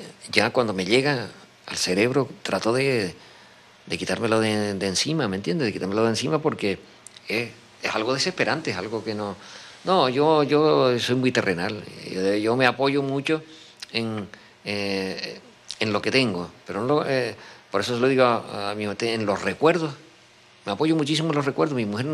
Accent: La Laguna, Canary Islands, Spain; No, yo soy canario 100%, a pesar de que... De lo que hemos hablado, de que parezco un lagunero renegado porque no vivo en la laguna. Mi laguna no me la puede quitar nadie, la tengo en el alma, ¿no?

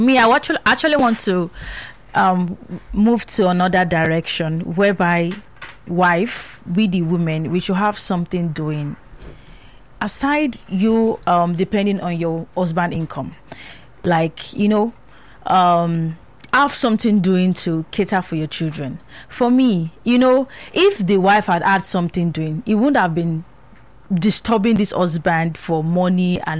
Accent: Nigeria; As a Nigerian from here

